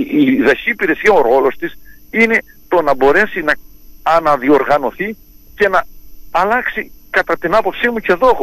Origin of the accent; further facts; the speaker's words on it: Crete, Greece; που είμαστε από την Κρήτη